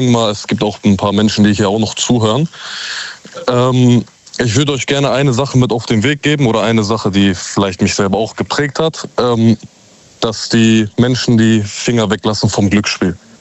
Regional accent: Recklinghausen, North Rhine-Westphalia, Germany; Ich komme gebürtig aus Recklinghausen.

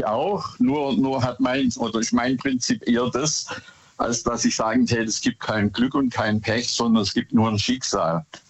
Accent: Bad Boll, Baden-Württemberg, Germany; Ja, bei Göppingen. Genau, bei zwischen Göppingen. Stuttgart und Ulm.

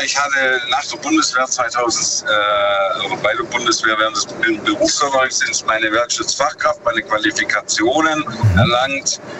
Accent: Lenningen, Baden-Württemberg, Germany; Ich bin aus Lenningen.

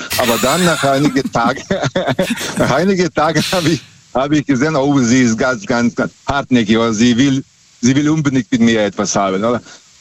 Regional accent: Serbia; ich komme aus Serbien, und ich habe damals am Busbahnhof gearbeitet

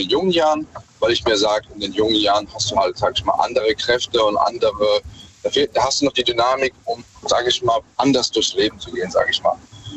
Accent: Mannheim, Baden-Württemberg, Germany; Aus Mannheim.

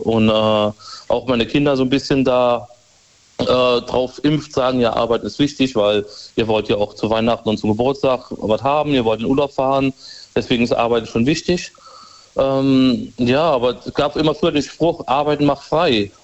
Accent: Cochem, Rhineland-Palatinate, Germany; Ich bin von Cochem.

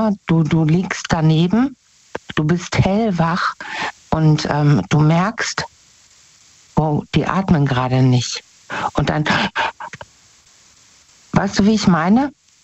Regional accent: North Rhine-Westphalia, Germany; Aus der Nähe von Bonn.

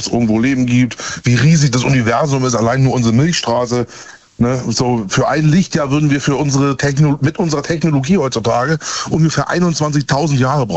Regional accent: Görlitz, Saxony, Germany; Und meine Heimat in Görlitz in Sachsen, in der östlichen Stadt Deutschlands, da ist es nicht mehr ganz so weit weg

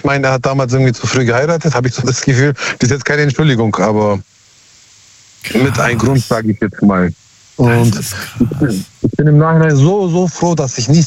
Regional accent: Heidenheim, Baden-Württemberg, Germany; Heidenheim, schon vergessen.

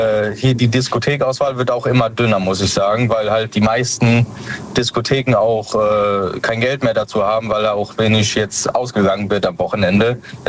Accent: Koblenz, Rhineland-Palatinate, Germany; Ich komme aus Rheinland-Pfalz, Koblenz.

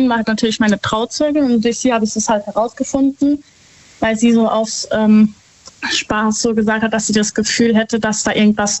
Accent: Herxheim, Rhineland-Palatinate, Germany; Ich komme aus Herxheim bei Landau.

